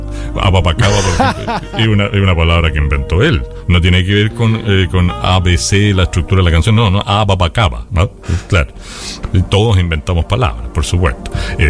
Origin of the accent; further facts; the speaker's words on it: Chile; lo voy a decir bien en chileno